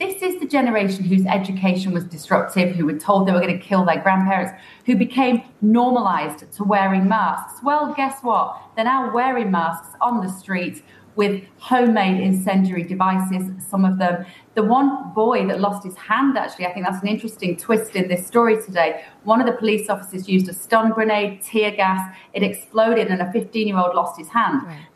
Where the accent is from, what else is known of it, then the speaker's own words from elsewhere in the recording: United Kingdom; I know a little bit of French. Being British, we get taught French in our high schools.